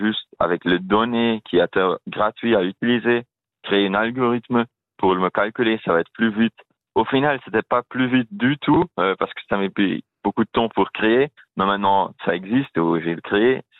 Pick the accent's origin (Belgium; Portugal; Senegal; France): Belgium; Et je suis origine de Belge. Là-bas, c'est pas très intéressant de créer une carte parce que c'est tout plat.